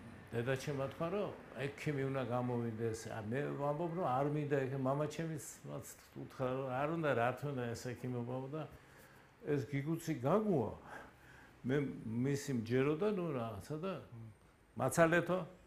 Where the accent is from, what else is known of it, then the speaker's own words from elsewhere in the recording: Tbilisi, Georgia; ფიქრის გორაზე დავიბადე 53 წელს გახურებული ომია.